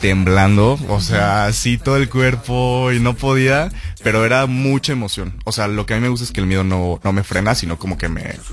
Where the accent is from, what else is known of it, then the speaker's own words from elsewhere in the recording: Guadalajara, Jalisco, Mexico; born there; De aquí a Chivas, porque nací en Guadalajara.